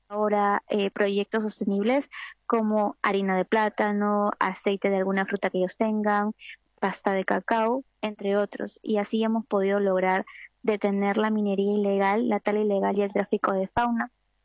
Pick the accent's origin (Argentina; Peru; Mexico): Peru